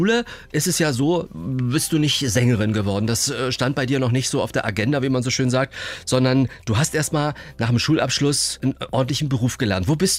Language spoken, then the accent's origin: German; Lübbenau, Brandenburg, Germany; Ich komme aus Lübbenau